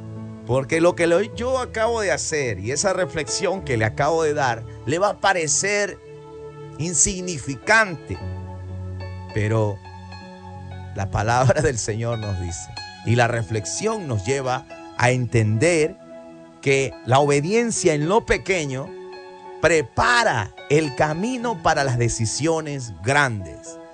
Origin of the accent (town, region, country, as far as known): Ecuador